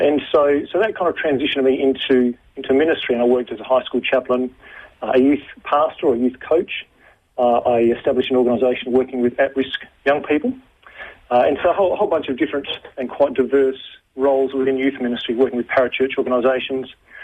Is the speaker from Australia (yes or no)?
yes; Ceduna, South Australia, Australia; it has great beaches, and that's one of my enduring memories of growing up in Ceduna.